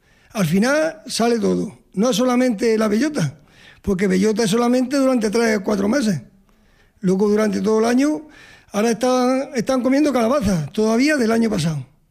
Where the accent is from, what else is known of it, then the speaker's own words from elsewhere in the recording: Villanueva del Duque, Andalusia, Spain; Buenos días, Manolo. … de Villanueva del Duque. Ganadero, agricultor, olivo, huerto.